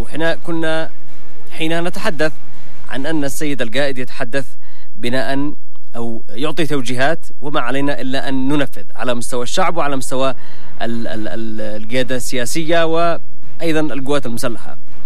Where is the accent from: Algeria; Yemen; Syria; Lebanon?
Yemen